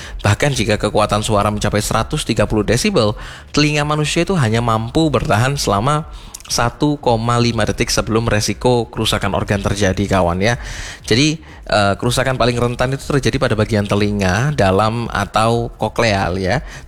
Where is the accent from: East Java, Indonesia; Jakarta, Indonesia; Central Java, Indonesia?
East Java, Indonesia; kita sebagai warga Malang Raya